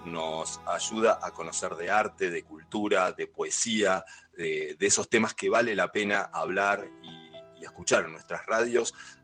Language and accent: Spanish; Tucumán, Argentina; Raco es un pueblito de montaña a 60 kilómetros de San Miguel de Tucumán, un lugar hermoso